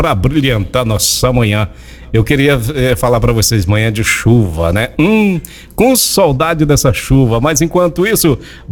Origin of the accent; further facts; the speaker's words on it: Minas Gerais, Brazil; sou mineiro misturado com índio aí